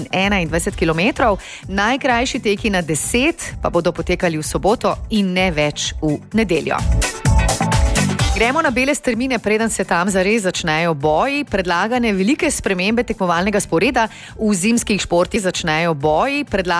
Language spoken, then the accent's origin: Slovenian; Carinthia, Slovenia; Tudi Korošci smo nori na tek in maratone.